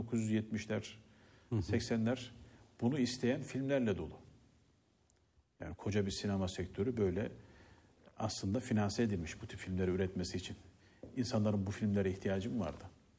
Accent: Anatolia, Turkey; moved away; ben mümkün mertebe bayramlarımı yani pek istisnası da yoktur. Anadolu'da kendi memleketimde geçiririm.

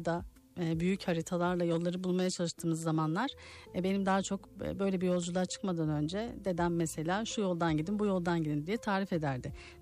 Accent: Erzurum, Turkey; biz Erzurum'da büyüdük ve ulaşım yani İstanbul'a gelmenin zor olduğu bir yerdi.

